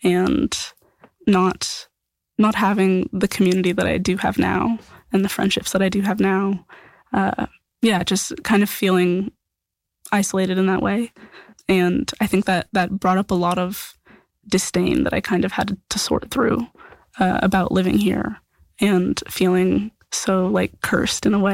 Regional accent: Albuquerque, New Mexico, United States; also born or lived in Rio Rancho; I grew up like primarily in Albuquerque and then moved over to Rio Rancho for middle and high school.

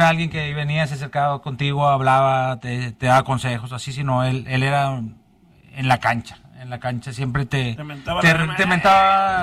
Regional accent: San Nicolás de los Garza, Nuevo León, Mexico; Ahí soy, sí. Por eso, digo, y soy de barrio porque pues vengo de San Nicolás, sí, de Las Puentes. De ahí soy.

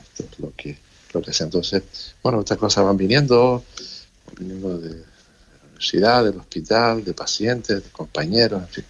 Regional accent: Teror, Canary Islands, Spain; Bueno, a mi pueblo de Teror, que es el pueblo toda la vida. Yo sigo empadronado en mi pueblo, tenemos una casa familiar y soy vecino del pueblo.

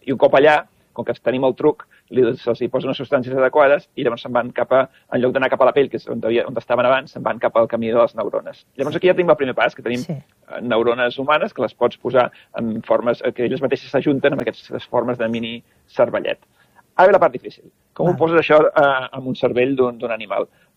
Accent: England, United Kingdom; Jo sóc anglès, prenc te.

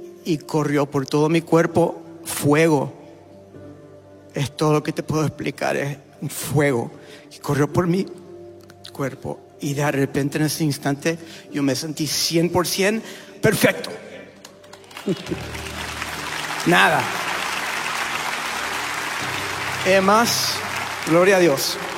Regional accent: Argentina; Soy medio gringo. Gringo argentino.

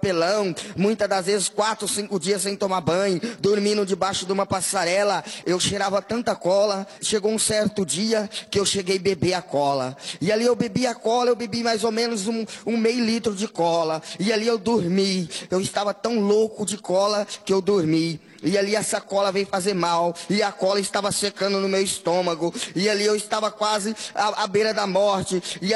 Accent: Marília, São Paulo, Brazil; eu vim da cidade de Marília.

